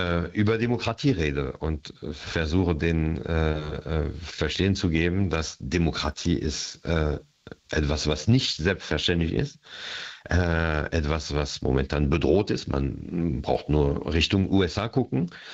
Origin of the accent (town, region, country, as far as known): Paris, Île-de-France, France; born or raised there